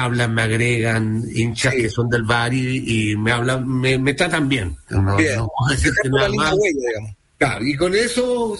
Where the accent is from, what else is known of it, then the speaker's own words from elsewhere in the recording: Chile; las adversidades que teníamos como jugadores chilenos